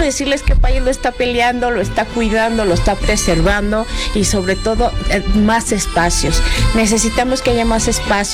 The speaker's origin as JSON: {"language": "Spanish", "country": "Mexico", "said": "hablabas de la responsabilidad que tenemos como mexicanos"}